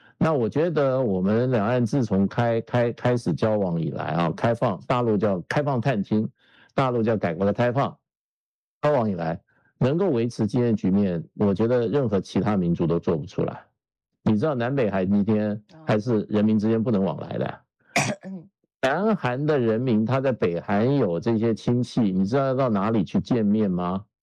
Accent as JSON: {"language": "Chinese", "country": "Taiwan", "tie": "born or raised there", "said": "我小时候在台湾的时候"}